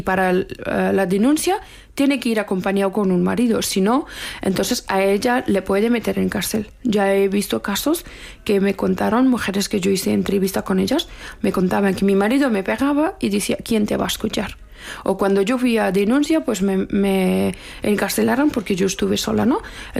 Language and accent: Spanish; Afghanistan; Spanish is a second language; moved away; cuando yo salí de Afganistán salí con una bandera de Afganistán y no tenía nada